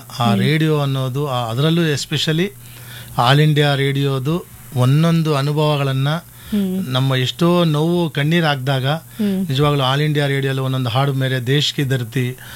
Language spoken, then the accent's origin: Kannada; Karnataka, India; born there; also born or lived in North India; ಕನ್ನಡದವರಾಗಿ ನಾವು ಇಲ್ಲಿ ಹುಟ್ಟಿರೋದಕ್ಕೆ, ನಮ್ಮ ಭಾರತೀಯರಾಗಿ ಹುಟ್ಟಿರೋದಕ್ಕೆ